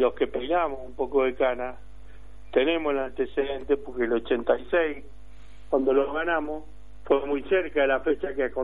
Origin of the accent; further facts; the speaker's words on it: Cuyo, Argentina; Y así somos los cuyanos.